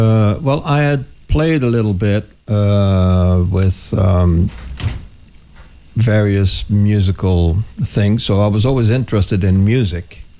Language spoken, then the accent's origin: English; Wessem, Limburg, Netherlands; also born or lived in Brielle; And but I lived in Limburg most of my life that I was here.